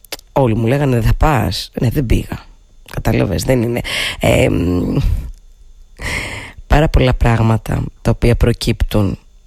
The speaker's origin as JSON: {"language": "Greek", "town": "Thessaloniki", "region": "Central Macedonia", "country": "Greece", "moved": "yes", "said": "εννοώ εγώ ρε παιδάκι μου και κάποιοι άλλοι φίλοι μου που φύγαμε από τη Θεσσαλονίκη και ήρθαμε στην Αθήνα και μετά εμένα η ζωή με έστειλε ακόμη πιο κάτω."}